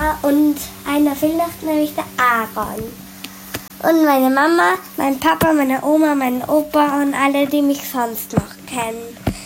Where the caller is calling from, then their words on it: Fürstenbrunn, Salzburg, Austria; bin 6 Jahre alt, wohne in Fürstenbrunn